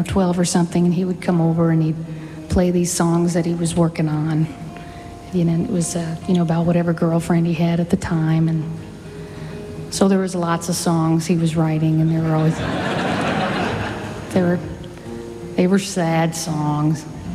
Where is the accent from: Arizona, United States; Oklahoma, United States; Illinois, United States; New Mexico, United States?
Illinois, United States; Champaign; where I grew up in Champaign.